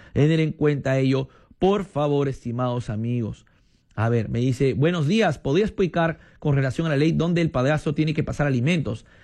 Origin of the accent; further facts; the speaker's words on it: Chiclayo, Lambayeque, Peru; moved away; Saludos a mi tierra hermosa, linda, que será visitada por el Papa Chiclayo